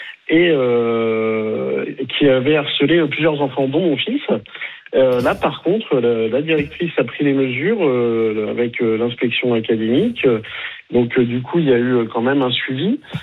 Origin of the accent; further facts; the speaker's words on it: Orléans, Centre-Val de Loire, France; la mairie d'Orléans, parce que je suis d'Orléans